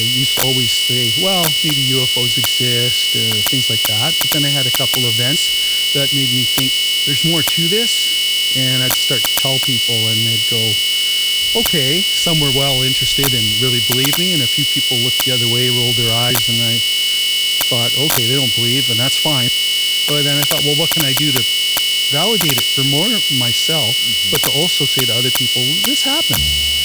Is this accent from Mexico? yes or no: no; Winnipeg, Manitoba, Canada; now in Gimli, Canada; I'm from Winnipeg. My wife is originally from Toronto, and we've retired to Gimli, so that says it all.